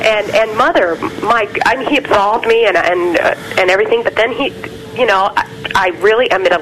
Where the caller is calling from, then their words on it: Milwaukee, Wisconsin, United States; I'm from Milwaukee, Wisconsin.